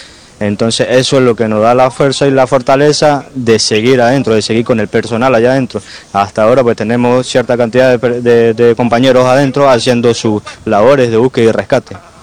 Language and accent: Spanish; Mérida, Yucatán, Mexico; vengo de Mérida, del grupo de rescate Enrique Burgoyne.